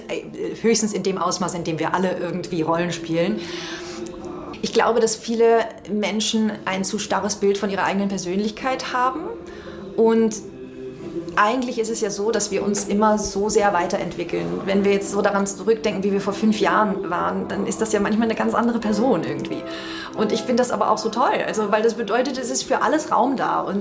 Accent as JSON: {"language": "German", "country": "Germany", "lives_now": "Austria", "said": "Also man wurde teilweise auf offener Straße als Piefke beschimpft, wenn die Leute gehört haben, dass man Bundesdeutsch spricht."}